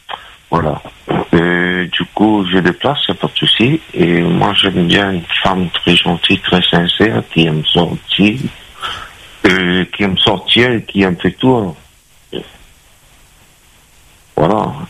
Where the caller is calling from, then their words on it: Saint-Denis, Réunion; J'habite à Saint-Denis.